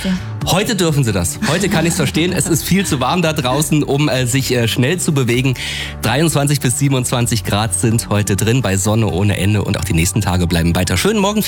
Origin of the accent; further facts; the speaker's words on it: Steinbach-Hallenberg, Thuringia, Germany; Ich denke immer wieder gerne zurück an meine Heimat. In Steinbach-Heilenberg gab es das Top 3.